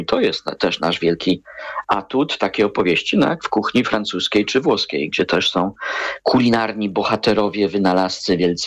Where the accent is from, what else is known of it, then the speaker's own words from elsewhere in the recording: Toruń, Kuyavian-Pomeranian Voivodeship, Poland; ja jestem z Torunia i są pewne firmy zakorzenione, które produkują na przykład pierniki, tak?